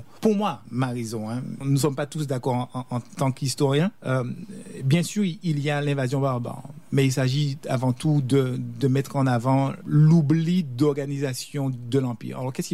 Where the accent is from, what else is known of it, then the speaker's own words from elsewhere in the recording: France; nous en tant que Français